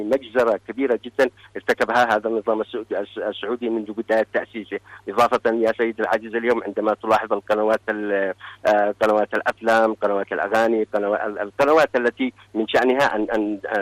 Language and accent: Arabic; Yemen; أننا كيمنيين